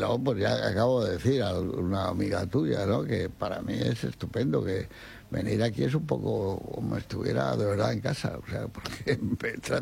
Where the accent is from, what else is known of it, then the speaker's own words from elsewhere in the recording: Madrid, Community of Madrid, Spain; un cineasta como yo, madrileño